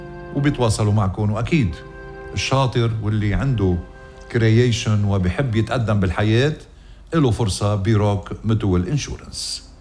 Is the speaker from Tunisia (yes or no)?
no; Lebanon; تحية لألك يا رياض ولمحبتك لوطننا لبنان المشترك.